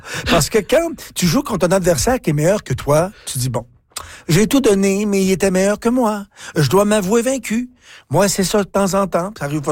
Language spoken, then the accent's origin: French; Winnipeg, Manitoba, Canada; chez nous à Winnipeg.